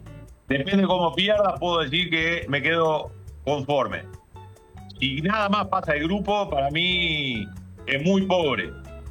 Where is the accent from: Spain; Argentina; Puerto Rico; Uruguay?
Uruguay